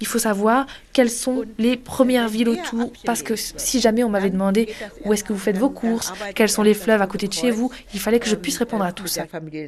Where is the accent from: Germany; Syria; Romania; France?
Germany; Berlin; En fait, je suis née à Charlottenburg, Berlin toujours, mais donc la partie ouest. Mais j'ai grandi et puis j'ai travaillé dans l'est de Berlin à Pankow jusqu'en décembre 1961.